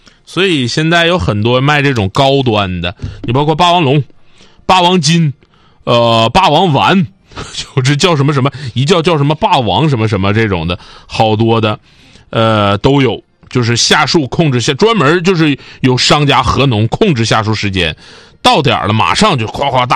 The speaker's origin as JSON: {"language": "Chinese", "region": "Northeast China", "country": "China", "said": "我们出去一说都是说东北人，我们很少有说哎呀我长春人，或者说我是吉林省人，都很少有这么说，很少，但也有，我们大多数都是我们东北人，我们就这么唠。"}